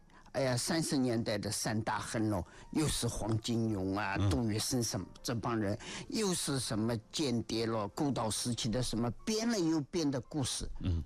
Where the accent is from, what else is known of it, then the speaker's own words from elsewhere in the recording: Shanghai, China; born there; 我出生于1949年10月，我出生以后亲眼目睹过的、看到过的、感受过的上海，我这一代人的上海。